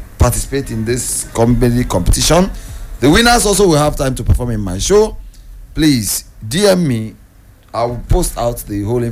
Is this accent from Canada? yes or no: no; Jos, Plateau, Nigeria; I'm back in Jos to set up Jos own. And based on saying that my hometown be this